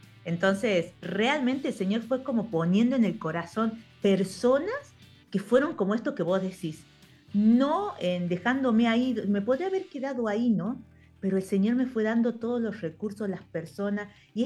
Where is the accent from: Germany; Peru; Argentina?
Argentina; northern Argentina; moved away; tengo mi sombrero que representa al norte de donde vengo.